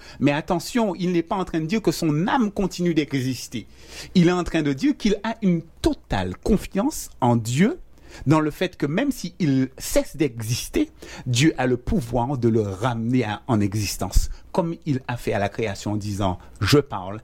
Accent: Guadeloupe; même en tant que Guadeloupéen, on est français, donc de culture occidentale.

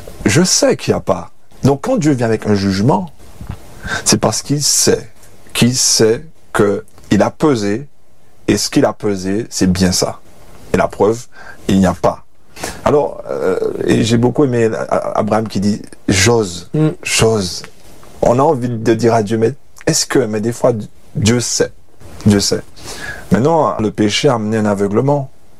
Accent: Martinique; je suis un bon Martiniquais, et j'étais jeune

